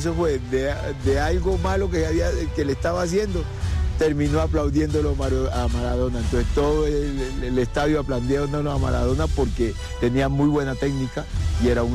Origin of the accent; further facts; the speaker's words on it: Colombia; a mí me escogían de acá de Colombia para ir a representar el país en esos juegos.